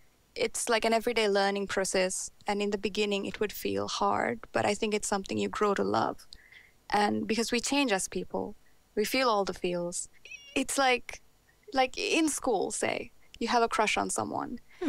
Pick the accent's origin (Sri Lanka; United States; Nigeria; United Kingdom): Sri Lanka; because I'm from Sri Lanka